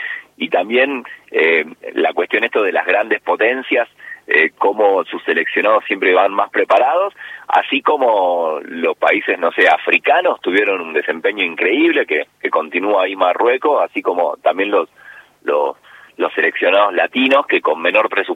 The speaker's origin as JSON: {"language": "Spanish", "country": "Argentina", "lives_now": "Salta, Argentina", "said": "éramos todos argentinos"}